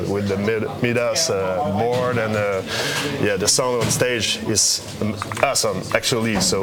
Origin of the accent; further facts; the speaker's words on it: Trois-Rivières, Quebec, Canada; a friend in Three River, my hometown